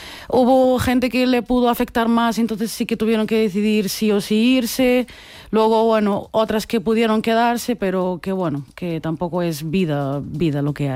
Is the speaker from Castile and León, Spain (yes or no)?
no; Santiago de Compostela, Galicia, Spain; born there; nací en Santiago de Compostela, pero fue donde migró mi familia.